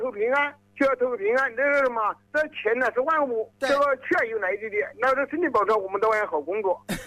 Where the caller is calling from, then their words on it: Tianmen, Hubei, China; 我是田门市蒋湖农场博台村四周。